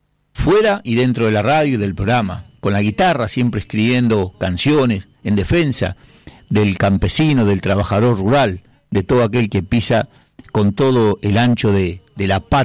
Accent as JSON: {"language": "Spanish", "country": "Argentina", "said": "somos ciudadanos argentinos"}